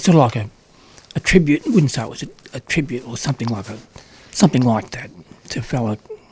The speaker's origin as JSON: {"language": "English", "country": "Australia", "tie": "born or raised there", "said": "We didn't learn anything growing up here in Australia."}